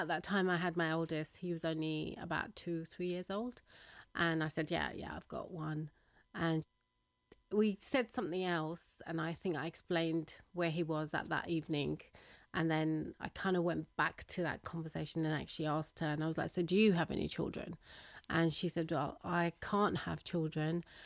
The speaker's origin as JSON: {"language": "English", "country": "India"}